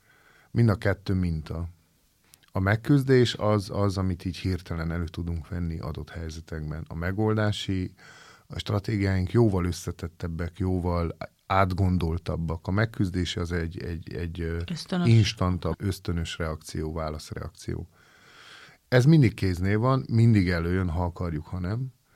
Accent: Transylvania, Romania; itt erdélyi magyarként

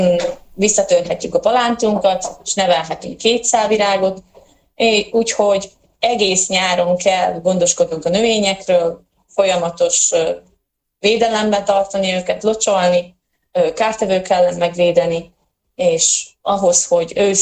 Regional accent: Zakarpattia Oblast, Ukraine; kárpátaljaiak vagyunk

